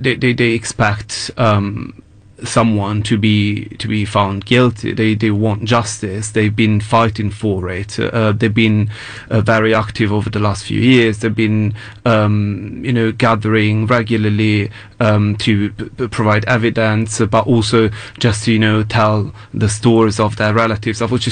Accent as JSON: {"language": "English", "town": "Genoa", "region": "Liguria", "country": "Italy", "tie": "born or raised there", "moved": "yes", "lives_now": "Rome, Italy", "said": "I was actually in my hometown visiting my parents"}